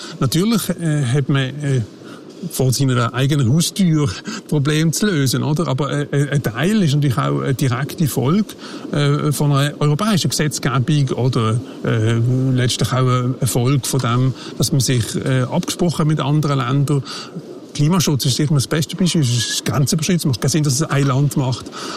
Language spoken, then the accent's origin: German; Switzerland; moved away as an adult; now in Brussels, Belgium; da stellt man sich ab und zu die Frage als Schweizer